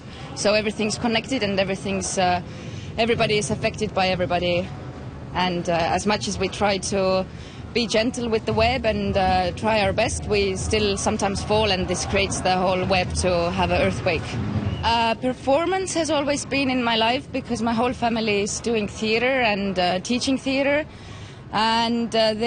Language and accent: English; Estonia